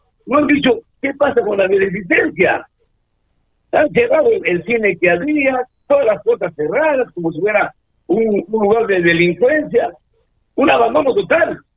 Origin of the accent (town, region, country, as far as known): Arequipa, Peru